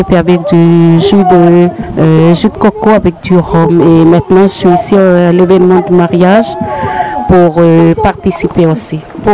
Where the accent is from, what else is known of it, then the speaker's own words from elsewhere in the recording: New Caledonia; je viens de la tribu de Dokine.